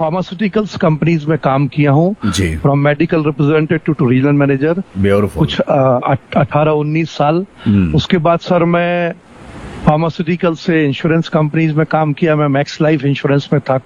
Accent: Jabalpur, Madhya Pradesh, India; मैं जबलपुर का रहने वाला हूँ। जबलपुर मध्य प्रदेश में आता है, एंड जबलपुर बहुत फेमस है भेड़ा घाट के लिए

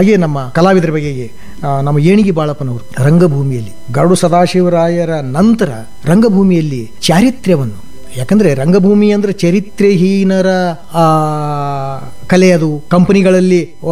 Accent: Sindagi, Karnataka, India; first language Kannada; ನಮ್ಮ ಬಿಜಾಪುರ ಜಿಲ್ಲೆ ಸಿಂದಗಿ

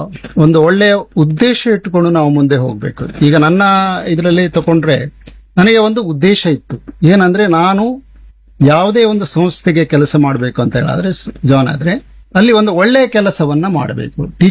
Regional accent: Idagunji, Karnataka, India; ನಮ್ದು ಊರು ಇಡಗುಂಜಿ. ವಿದ್ಯಾಭ್ಯಾಸ ಎಲ್ಲ ಕನ್ನಡ ಮೀಡಿಯಂ ಅಲ್ಲೇ ಮಾಡಿರೋದು, 10ನೇ ತರಗತಿಯವರೆಗೆ ಅಲ್ಲೇ ಮಾಡಿರೋದು.

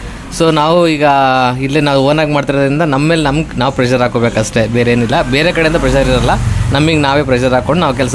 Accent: Shivamogga, Karnataka, India; ನಮ್ಮ ಪ್ರಾಪರ್ ಶಿವಮೊಗ್ಗನೇ, ಇಲ್ಲೇ ಶರಾವತಿ ನಗರದಲ್ಲಿ ಮನೆ ಇರೋದು.

